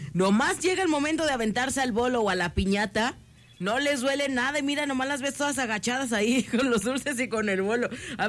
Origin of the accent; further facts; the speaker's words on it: Mexico; en nuestra mente como buen mexicano